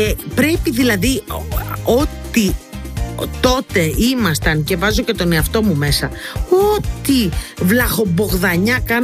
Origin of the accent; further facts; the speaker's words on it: Inoi, Crete, Greece; εκεί στα μέρη μου στην Ινώη